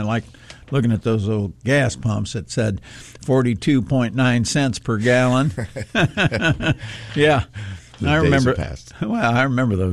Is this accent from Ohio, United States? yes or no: yes; Ohio, United States; moved away; I grew up in Ohio.